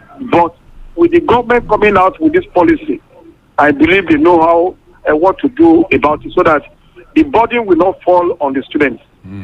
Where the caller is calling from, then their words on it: Ifon, Ondo, Nigeria; from Ifon.